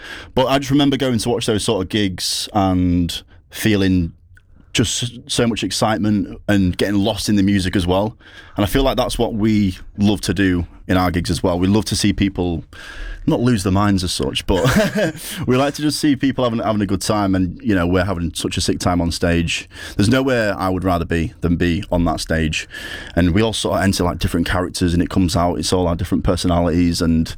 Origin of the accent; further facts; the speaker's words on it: Grimsby, Yorkshire and the Humber, United Kingdom; moved away as an adult; also born or lived in Manchester; I'm from Grimsby originally.